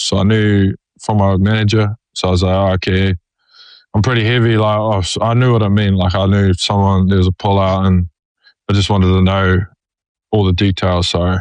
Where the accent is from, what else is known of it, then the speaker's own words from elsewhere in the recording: New Zealand; I know a lot of people don't like flying all over, but I think we're from New Zealand, so just used to going all over.